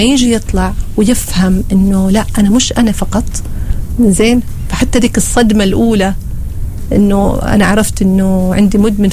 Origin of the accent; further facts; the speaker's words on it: Oman; إحنا هنا عندنا في عمان